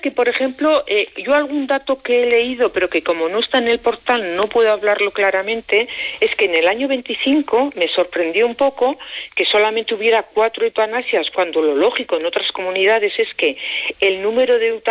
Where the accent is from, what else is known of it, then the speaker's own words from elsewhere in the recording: Navarre, Spain; estado esta mañana mirando un poco la población de La Rioja y la población de Navarra, puesto que yo soy de Navarra.